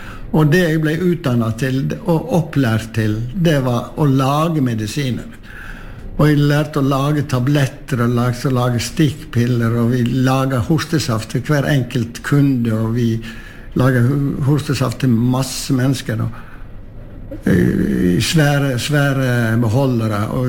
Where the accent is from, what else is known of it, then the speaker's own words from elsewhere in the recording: Hafslo, Vestland, Norway; moved away as an adult; also born or lived in Tønsberg; now in Hafslo, Norway; Ja, for det første så er jeg nå født og oppvokst i Hafslo.